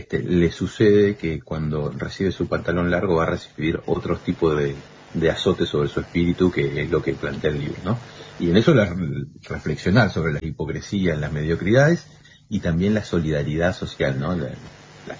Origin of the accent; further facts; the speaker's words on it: Río Gallegos, Santa Cruz, Argentina; yo soy oriundo de Río Gallegos